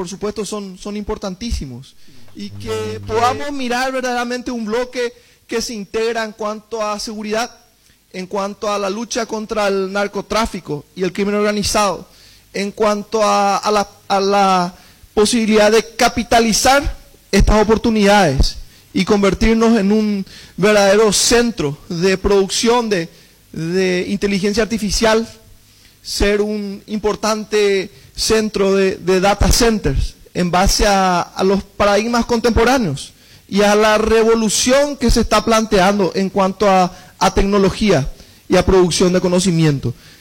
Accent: Paraguay

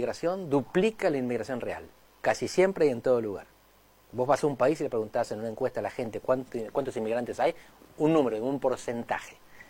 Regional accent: Argentina; also born or lived in Portugal

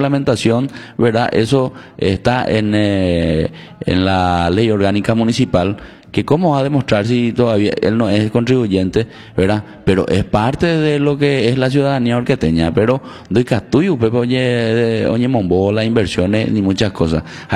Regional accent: Paraguay; esa es la idiosincrasia nuestra también como paraguayo

